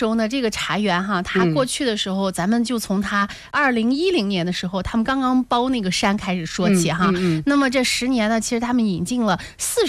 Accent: Shandong, China; 其实我们作为山东人也是很自豪的

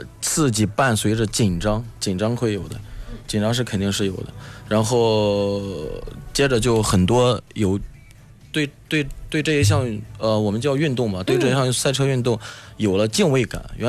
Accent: Jinan, Shandong, China; 尤其是咱山东咱济南这边

